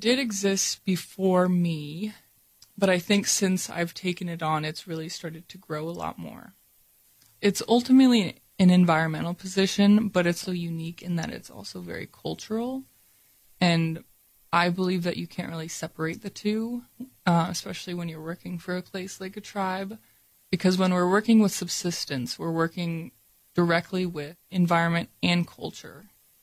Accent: Unalaska, Alaska, United States; I grew up here in Onalaska. I'm from here. My parents are from here. Their parents are from here. We've been here for a very long time.

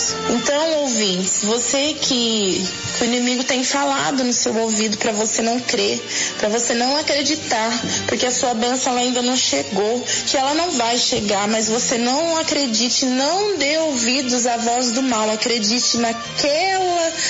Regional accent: São João da Boa Vista, São Paulo, Brazil; sou daqui de São João da Boa Vista.

